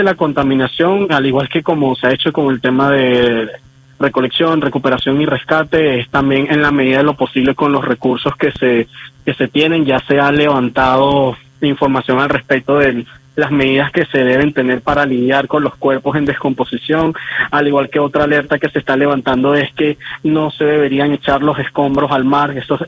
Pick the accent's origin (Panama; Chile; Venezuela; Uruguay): Venezuela